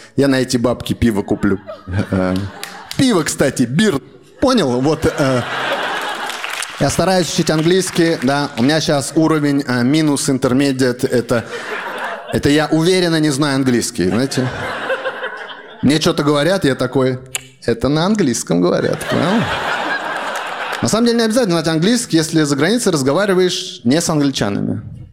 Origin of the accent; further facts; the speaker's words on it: Russia; born there; I was born in Russia.